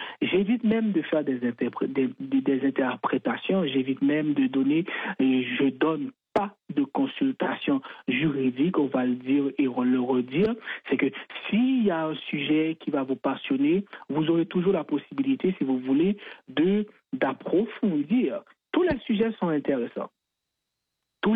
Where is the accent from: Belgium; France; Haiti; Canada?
Haiti; Je suis haïtien à 100% natif natal